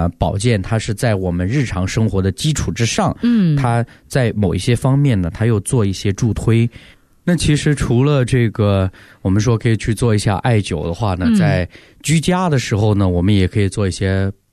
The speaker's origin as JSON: {"language": "Chinese", "country": "China"}